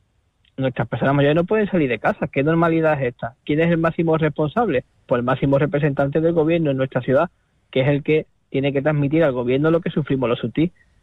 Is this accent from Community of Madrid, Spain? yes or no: no; Ceuta, Spain; que son los que me han puesto y que yo soy ceutí.